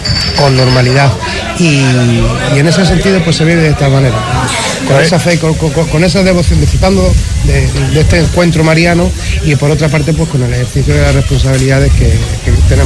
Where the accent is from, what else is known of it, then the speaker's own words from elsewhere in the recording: Huelva, Andalusia, Spain; also born or lived in Madrid / Aroche; Y yo tener esa sangre serrana, esa sangre arochena, lo llevo muy, muy, muy, muy a gala. Pero criado, bueno, fuera de Huelva hasta los 6 años en Madrid. Y después en Huelva capital, pero con crianza en nuestra querida sierra, nuestra hermosa sierra, nuestra preciosa sierra.